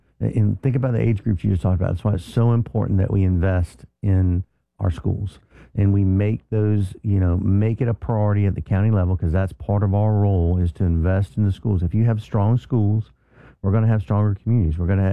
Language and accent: English; Florida, United States; moved away